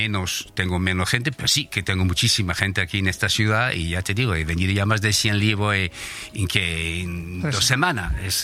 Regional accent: France; Spanish is a second language; also born or lived in Benidorm; now in Alfaz del Pi, Spain; este Franchuti que ha llegado aquí en Benidorm. ¿Es verdad? hace 40 años, que más creo, y al final, como lo digo, yo soy de aquí, porque la verdad, yo soy de Benidorm y quiero mucho esta tierra.

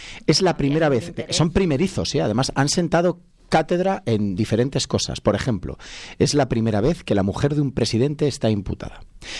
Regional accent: Castile and León, Spain; en mi tierra han sacado 33 en Castilla y León

